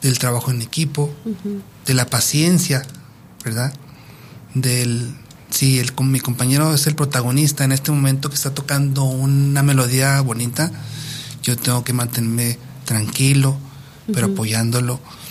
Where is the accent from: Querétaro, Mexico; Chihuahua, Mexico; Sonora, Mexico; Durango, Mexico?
Durango, Mexico; moved away as an adult; also born or lived in Sion, Switzerland / Puebla, Mexico; ya es en el año del 2009, cuando yo regreso a Durango. Por cuestiones médicas, ya no me es posible regresar a la ciudad de Puebla después de haber hecho el debut con la orquesta de los niños. Y ya me quedé aquí.